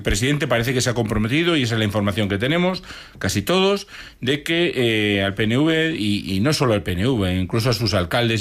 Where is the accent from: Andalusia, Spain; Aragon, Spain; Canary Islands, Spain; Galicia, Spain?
Galicia, Spain; yo claro, soy gallego como tú